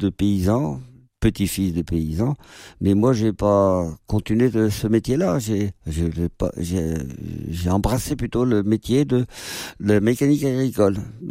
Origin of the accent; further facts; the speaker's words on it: Les Herbiers, Pays de la Loire, France; Déjà, chez nous aux Herbiers, il y avait encore des bœufs, vers 68 encore, qui étaient encore utilisés.